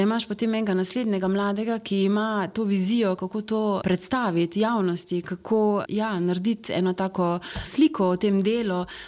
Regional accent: Koroška, Slovenia; now in Klagenfurt, Austria; da tukaj živi slovenska narodna skupnost in da sama sem Korošica.

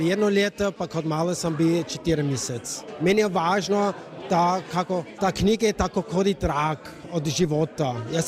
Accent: Großwarasdorf, Burgenland, Austria; Croatian is a second language; Ja sam gradišćanski Hrvat. Ja se cva ne znam tako to hrvatsko pominat, ali ja se trsim. Ja sam iz Velikog Borištofa

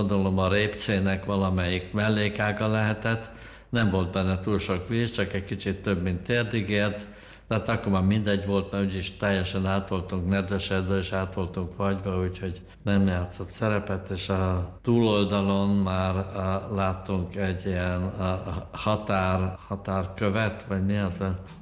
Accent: Budapest, Hungary; moved away as an adult; now in Austria

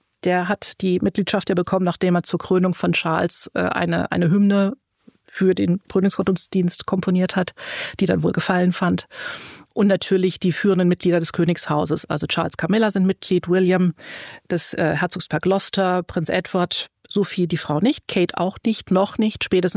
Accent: Germany

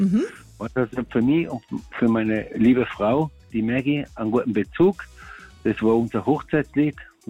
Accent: Switzerland; Ich habe nie in Kärnten gelebt. Ich bin aufgewachsen da in der Schweiz.

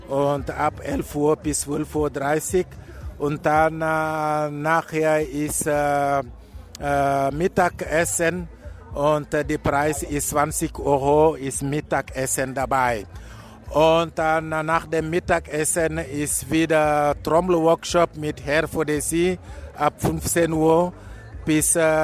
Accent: Casamance, Senegal; moved away as an adult; now in Vienna, Austria; Casamance ist im Senegal, im Süd vom Senegal, und ich komme aus Casamance

